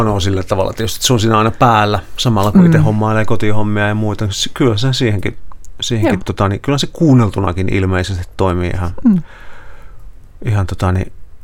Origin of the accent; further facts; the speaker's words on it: Pieksämäki, South Savo, Finland; moved away; mä Pieksämäältä kotoisin ja Pieksämäellä oli paikallisradio.